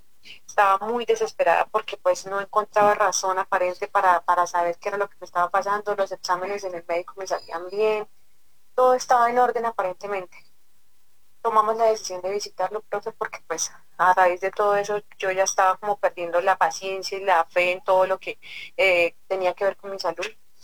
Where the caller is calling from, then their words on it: Cundinamarca, Colombia; Yo vivo aquí en UAT.